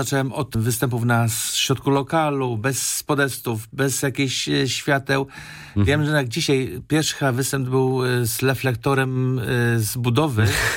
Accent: Szczecin, West Pomeranian Voivodeship, Poland; now in Berlin, Germany; No jak przyjechałem to z Polski, ze Szczecina, to całkiem inny świat.

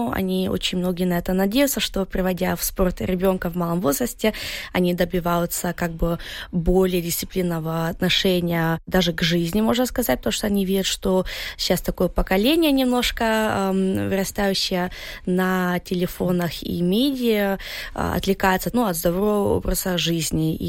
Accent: Berlin, Germany; also born or lived in Russia; Я родилась в России, и мне где-то было 8 месяцев. Мы приехали в Берлин жить. Так что я выросла, и на самом деле немка.

